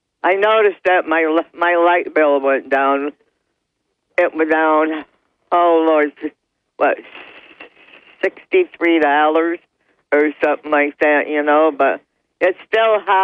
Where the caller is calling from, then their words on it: Dickerson, New York, United States; from the town of Dickerson.